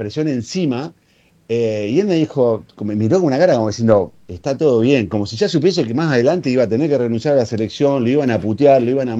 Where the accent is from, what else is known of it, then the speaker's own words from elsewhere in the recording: Rosario, Santa Fe, Argentina; yo también soy rosarino